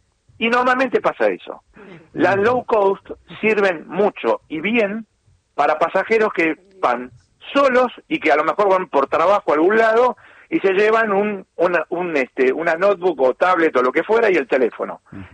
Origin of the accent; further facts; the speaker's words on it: Argentina; soy argentino yo también